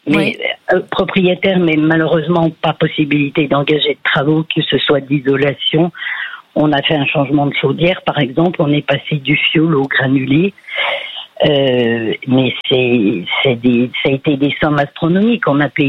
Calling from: Fontaines, Bourgogne-Franche-Comté, France; Je vous appelle de Fontaine, à côté de Chalon-sur-Saône, en Saône-et-Loire.

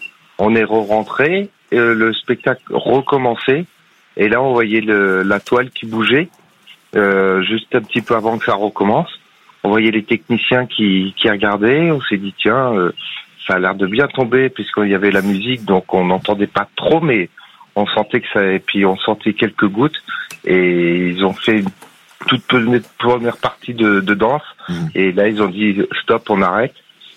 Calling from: Chartres, Centre-Val de Loire, France; moi, je suis en face d'un parc, à Chartres

